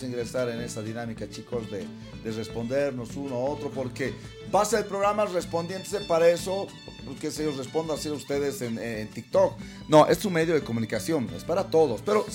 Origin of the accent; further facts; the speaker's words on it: El Alto, La Paz, Bolivia; born there; Yo soy bachiller del Alto